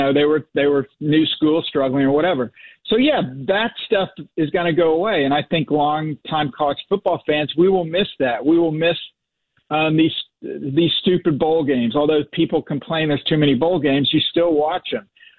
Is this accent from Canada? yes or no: no; Oklahoma, United States; but I grew up in Oklahoma.